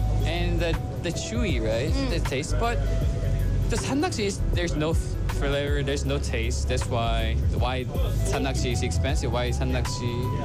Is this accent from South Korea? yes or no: yes; Busan, South Korea; first language Korean; English is a second language; I'm from the Busan.